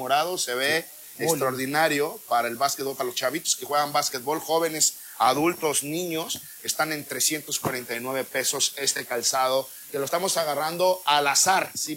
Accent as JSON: {"language": "Spanish", "country": "Mexico", "said": "No, porque somos mexicanos y haces muy mala liga."}